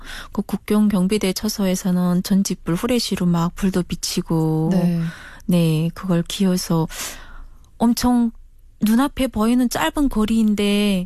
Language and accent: Korean; Hwanghae, North Korea; moved away as an adult; now in South Korea; 남한의 종착 두 달 차인 황해도에서 온